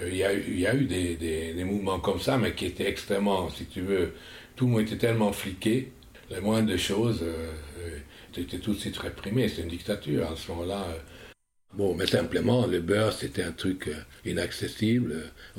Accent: Hungary; moved away as an adult; now in France; j'ai 81 ans et je vis en France depuis 1963. Et j'étais réfugié politique. Hein. Donc, je suis d'origine hongroise.

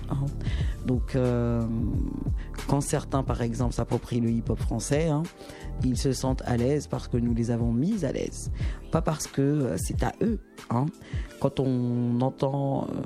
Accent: France; chez nous en France

